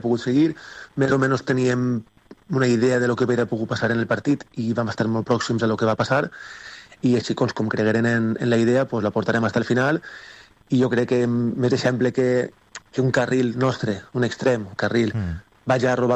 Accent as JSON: {"language": "Catalan", "town": "Xeraco", "region": "Valencian Community", "country": "Spain", "said": "perquè jo sóc de Xeraco, que està al costat"}